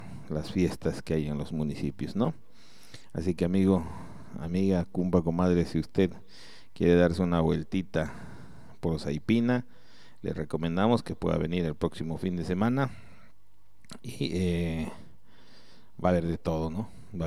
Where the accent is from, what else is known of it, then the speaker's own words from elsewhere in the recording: Pasorapa, Cochabamba, Bolivia; moved away; un abrazo grande a mi tierra, Pasorapa